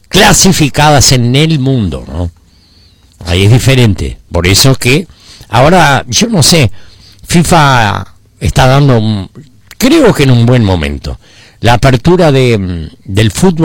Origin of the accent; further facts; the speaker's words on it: Argentina; y entre Inglaterra y Argentina, soy argentina.